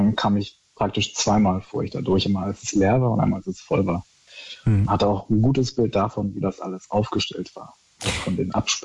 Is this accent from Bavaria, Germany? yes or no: no; Berlin, Germany; Ich bin in Schöneberg aufgewachsen und in der Nähe des Neuendorfplatzes